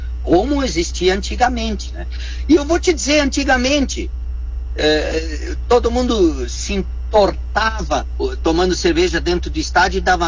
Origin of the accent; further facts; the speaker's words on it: Brazil; continuo sendo brasileiro, torcendo pelo Brasil